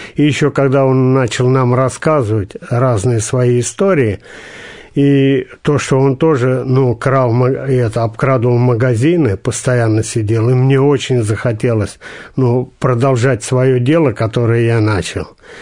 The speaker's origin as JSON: {"language": "Russian", "region": "Tula Oblast", "country": "Russia", "tie": "born or raised there", "said": "Я родился в Тверской губернии, как сейчас она называется. Раньше она была Калининская. И когда мне было 3 года, родители привезли меня в Тульскую область, и я там рос 3 года, с 3 лет и до возраста 16."}